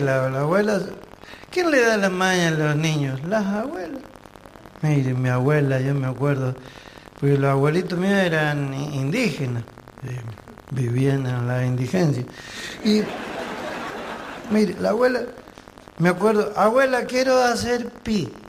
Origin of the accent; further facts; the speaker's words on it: Barrancas, Mendoza, Argentina; mi pueblo, Barranca tiene una iglesia chiquita